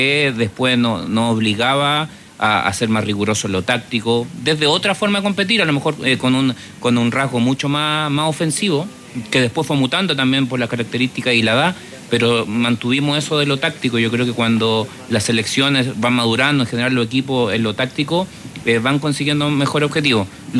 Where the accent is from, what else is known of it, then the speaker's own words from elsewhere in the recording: Chile; un biotipo mucho más alcanzable desde el punto de vista como chileno